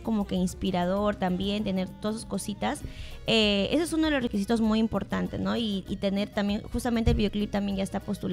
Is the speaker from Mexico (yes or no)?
no; Peru; diciendo que soy peruana